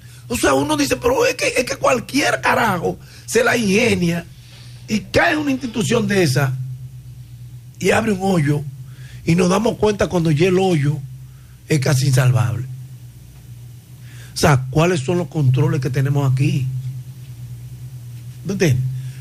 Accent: Dominican Republic; Porque oye cómo somos los dominicanos.

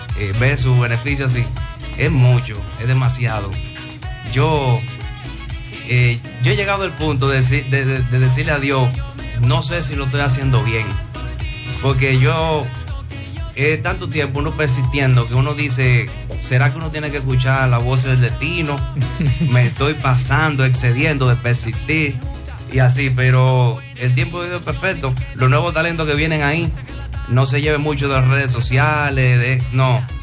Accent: Dominican Republic

